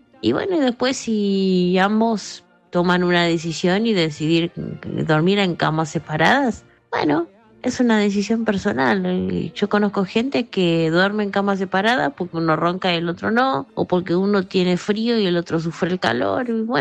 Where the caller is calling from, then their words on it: Caballito, Buenos Aires, Argentina; Espero que gane Argentina. … de Caballito.